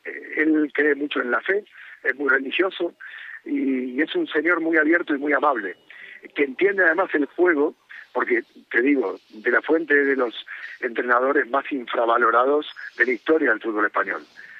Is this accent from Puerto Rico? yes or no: no; Argentina; Encima, soy argentino y puedo seguir hablando una hora